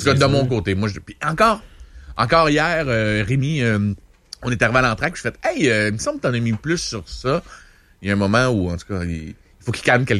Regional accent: Repentigny, Quebec, Canada; Tu sais, j'étais de Repentigny à l'époque, mais je suis encore de là, mais j'habite plus là, non?

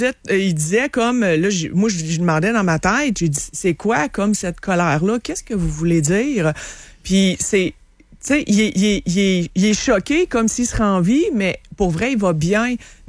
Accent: Quebec City, Quebec, Canada; Non, du région de Québec. J'ai grandi à Sainte-Foy. Okay, j'ai été aux États-Unis un petit peu aussi.

